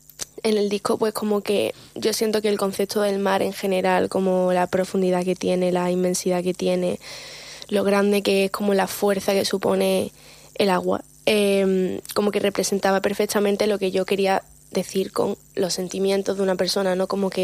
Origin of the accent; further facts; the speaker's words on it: Málaga, Andalusia, Spain; yo soy malagueña, ¿no? Pero ya además, pues siempre he vivido pues muy cerquita del mar.